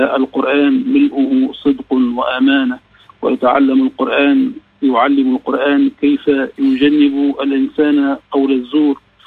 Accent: Msaken, Sousse Governorate, Tunisia; في بلدتنا مساكن

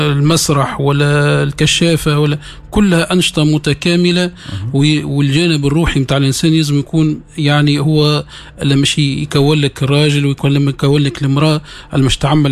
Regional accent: Msaken, Sousse Governorate, Tunisia; في بلدتنا بلده مساكن الاشراف

